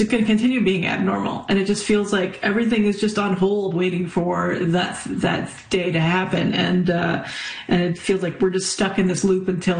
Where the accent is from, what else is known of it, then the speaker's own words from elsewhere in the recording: Ontario, Canada; also born or lived in Quebec; Because we grew up in Ontario and Quebec, and so we know what deep snow is